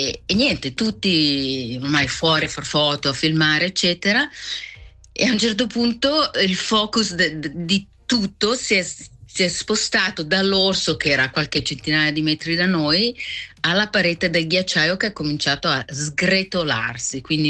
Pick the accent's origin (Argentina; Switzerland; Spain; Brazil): Switzerland; Collina d'Oro, Ticino; now in Canada; Sono originaria di Scairolo di Montagnola.